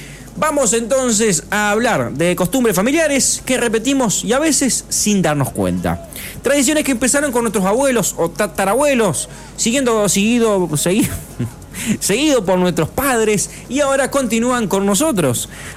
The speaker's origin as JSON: {"language": "Spanish", "country": "Argentina"}